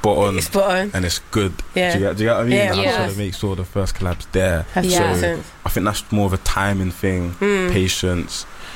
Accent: London, United Kingdom; I thought I was the man when I moved. So I was thinking, what? I'm from London.

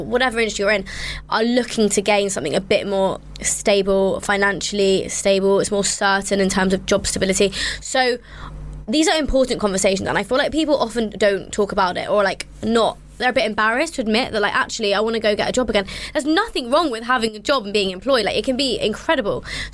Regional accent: London, United Kingdom; And I'm Indian, but I am of the Jain religion, but also born and raised in London.

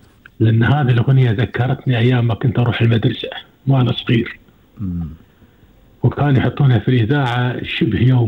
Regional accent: Kuwait; عندنا في الكويت

